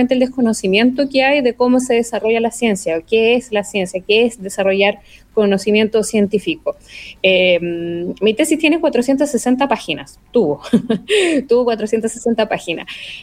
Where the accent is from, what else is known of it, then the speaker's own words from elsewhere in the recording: northern Chile, Chile; me fui a estudiar agua porque vengo del norte de Chile.